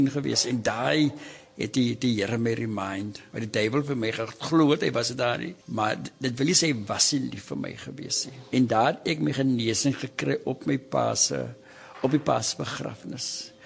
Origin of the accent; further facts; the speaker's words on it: Worcester, Western Cape, South Africa; moved away as an adult; Gebore en getoe in Woester. Ek is 'n woewoe kind, soos ons sê, Woester.